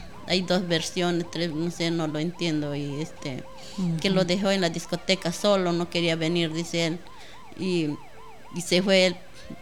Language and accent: Spanish; Junín, Peru; Somos natural de Betania, de Río Tambo